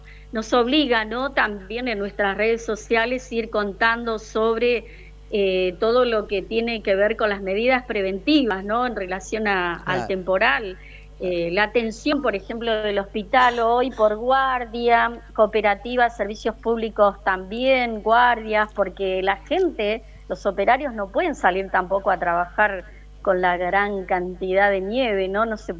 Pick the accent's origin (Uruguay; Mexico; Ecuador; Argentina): Argentina; Gualeguaychú, Entre Ríos; born there; now in Chubut, Argentina; Yo soy entrerriana, de Gualeguaychú, hace muchos años que vivo acá, grande, en la Patagonia.